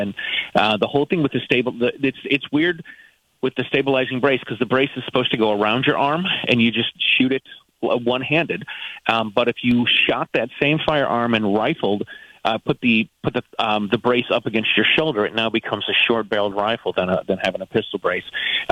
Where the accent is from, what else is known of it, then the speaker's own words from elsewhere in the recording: Midwest, United States; now in Massachusetts, United States; I grew up in the Midwest